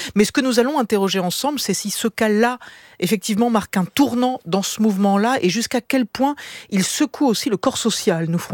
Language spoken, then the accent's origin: French; France; une étape majeure dans le mouvement MeToo chez nous en France.